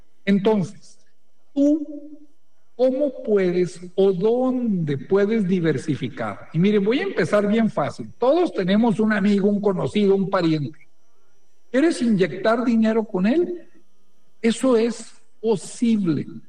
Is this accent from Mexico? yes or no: yes; Mexico; hay que ir a demostrar que somos los mexicanos, ¿verdad?